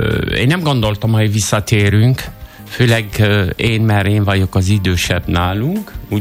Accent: Algeria; Hungarian is a second language; moved away as an adult; now in Hungary; Algéria. Uh-huh. És akkor ott voltam 7 évig.

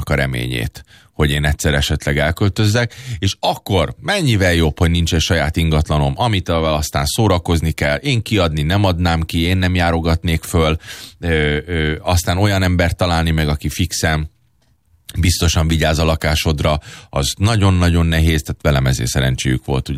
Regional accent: Hungary; És persze tudom, én magyar vagyok, mit akarok itt amerikázni, de én még most se teszek le arról, hogy esetleg valami más városba, vagy netán más országba kapjak munkát.

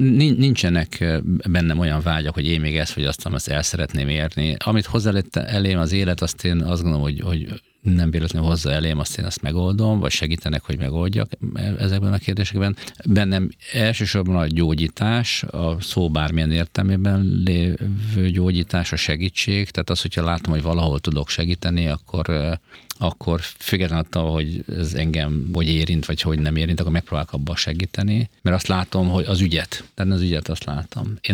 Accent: Hungary; born there; nekem itt van dolgom, azért születtem ide.

